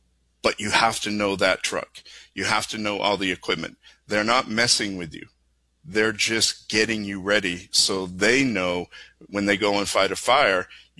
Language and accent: English; Boston, Massachusetts, United States; Don't hold it against me. I'm from Boston.